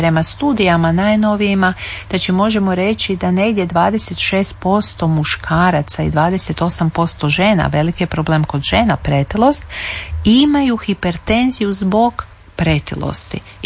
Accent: Croatia

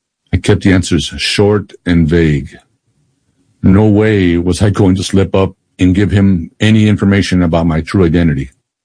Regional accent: El Paso, Texas, United States; You know, one of the greatest worries working undercover in my hometown of El Paso was being recognized by someone who knew my true identity.

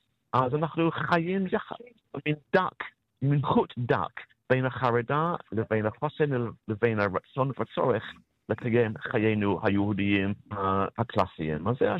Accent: United Kingdom; אני בריטי

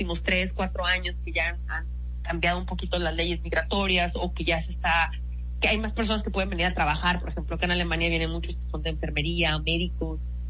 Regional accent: Mexico; No sé si tenga que ver que yo soy mexicana, obviamente

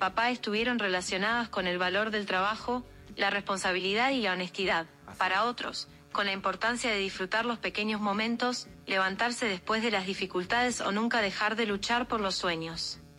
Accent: Argentina; la argentina más mexicana.

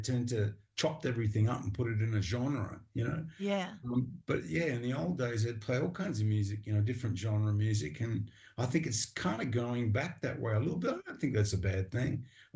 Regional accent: Perth, Western Australia, Australia; I remember very clearly, you know, as a little kid growing up in Perth in Western Australia, Mum gave me a little transistor radio, and I used to put it under my pillow at night.

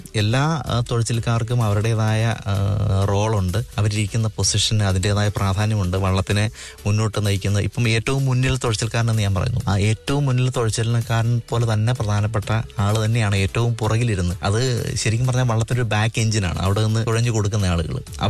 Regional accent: Kumarakom, Kerala, India

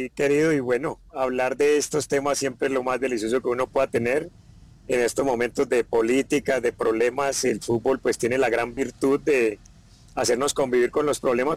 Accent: Colombia

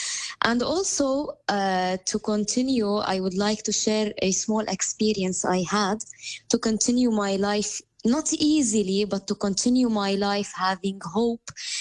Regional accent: Marjayoun, Nabatieh Governorate, Lebanon; At first, to start with … I'm from the Bin Marjayoun, a small village in South Lebanon.

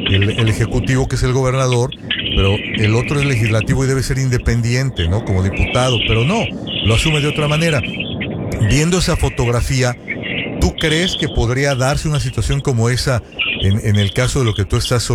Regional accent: Sonora, Mexico; now in Los Angeles, United States; yo soy sonorense

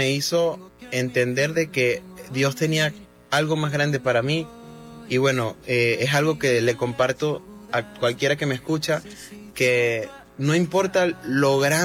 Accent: Venezuela; yo crecí escuchando artistas como

